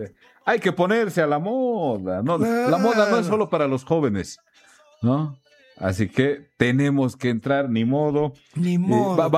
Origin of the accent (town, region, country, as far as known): Bolivia